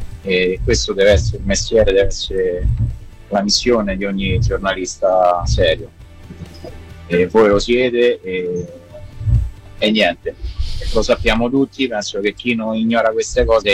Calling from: Civitavecchia, Lazio, Italy; Ciao ragazzi … da Civitavecchia.

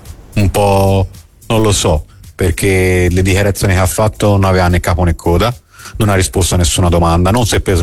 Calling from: Imola, Emilia-Romagna, Italy; da Imola.

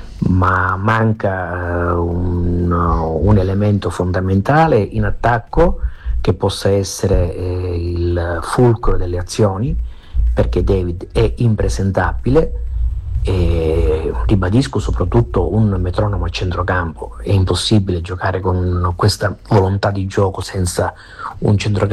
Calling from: Catania, Sicily, Italy; da Catania.

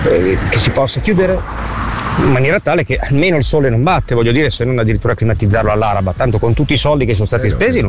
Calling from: Modena, Emilia-Romagna, Italy; da Modena

